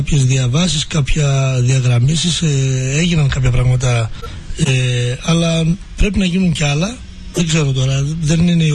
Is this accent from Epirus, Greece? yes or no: no; Nea Skopos, Central Macedonia, Greece; είμαι από το Νέο Σκοπό, μένω κιόλα στο καλοκαίρι γη, στο κεντρικό δρόμο, στο Νέο Σκοπό